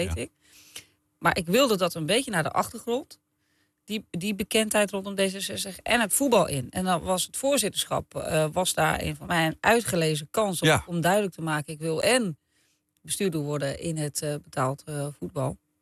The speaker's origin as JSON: {"language": "Dutch", "town": "Lisse", "region": "South Holland", "country": "Netherlands", "said": "wij komen ook uit Lisse, dus we zijn ook wel een beetje bescheiden."}